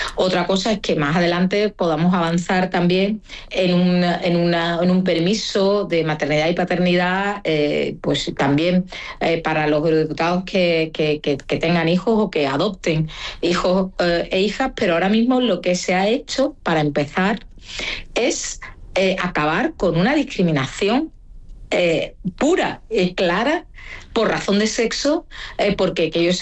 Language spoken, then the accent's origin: Spanish; Seville, Andalusia, Spain; yo que soy de Sevilla y que me costaría 2 días y en coche venir aquí en coche a Bruselas o a Estrasburgo